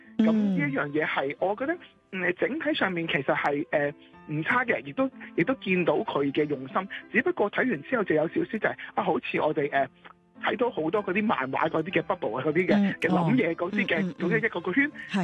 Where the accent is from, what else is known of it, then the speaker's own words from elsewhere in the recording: Hong Kong; 我就算作为香港即土生土长的一个人当然这个是我儿时的一个回忆啦。